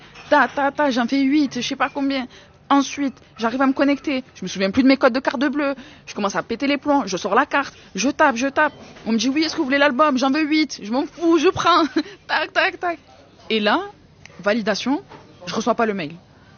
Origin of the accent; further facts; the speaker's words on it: Marseille, Provence-Alpes-Côte d'Azur, France; Je suis marseillais, je peux pas le.